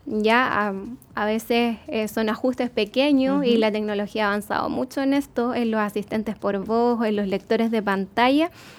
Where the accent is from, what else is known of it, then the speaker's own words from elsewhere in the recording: Concepción, Biobío, Chile; quienes somos de Concepción Penquista